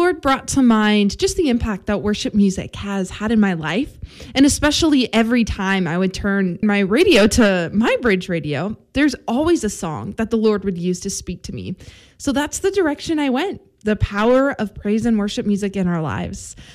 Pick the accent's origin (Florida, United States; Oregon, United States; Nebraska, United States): Nebraska, United States; Aurora; Well, my hometown church asked me if I could come speak during their VBS just this last Monday. So I took a road trip back to good old Aurora, Nebraska.